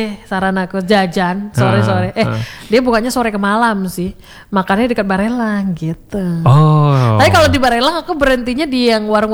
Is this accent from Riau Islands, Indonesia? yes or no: yes; Batam, Riau Islands, Indonesia; kita warga Tiban ya, aku lama tinggal di Tiban